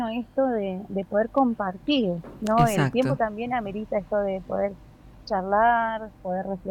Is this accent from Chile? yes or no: no; Berisso, Buenos Aires Province, Argentina; Yo soy de Berisso, estoy acá cerquita.